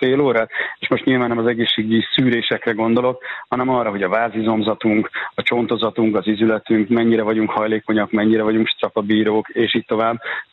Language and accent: Hungarian; Szeged, Csongrád-Csanád, Hungary; éppen Szegeden vagyok a Testnevelő Tanárok Országos Egyesületének konferenciáján, és jövő héten is jövök vissza Szegedre. Igaz, hogy ez szülővárosom